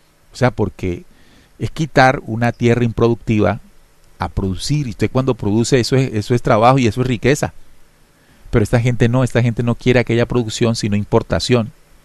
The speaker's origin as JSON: {"language": "Spanish", "country": "Colombia", "said": "yo como colombiano"}